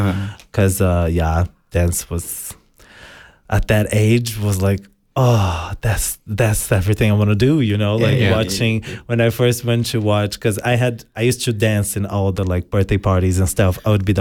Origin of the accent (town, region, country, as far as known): Brazil; born or raised there; moved away